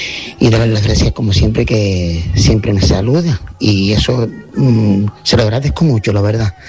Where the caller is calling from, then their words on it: Tejina, Canary Islands, Spain; Hola, Irinea, buenas tardes. … el de Tejina.